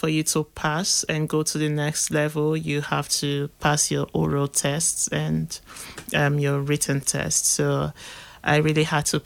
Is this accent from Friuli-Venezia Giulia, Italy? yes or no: no; Rome, Lazio, Italy; English is a second language; I grew up in Roma, and then we visited Firenze, Milano, other cities.